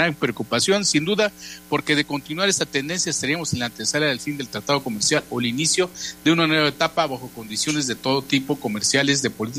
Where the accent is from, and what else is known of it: Mexico